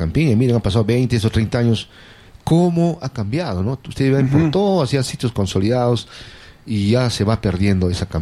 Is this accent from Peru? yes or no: yes; Cayma, Arequipa, Peru; Soy caimeño de Carmen Alto, soy agricultor y respetamos y amamos la campiña.